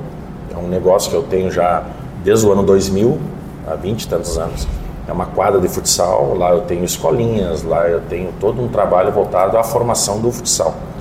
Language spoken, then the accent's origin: Portuguese; Rio Grande do Sul, Brazil; born there; Então, o Rio Grande do Sul e a fronteira, em especial, onde eu nasci, nós temos uma influência muito grande do Uruguai.